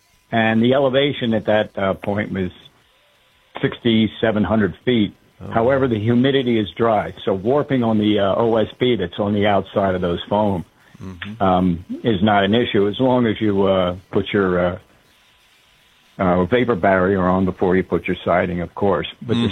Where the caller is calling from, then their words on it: Montana, United States; I'm calling you from Montana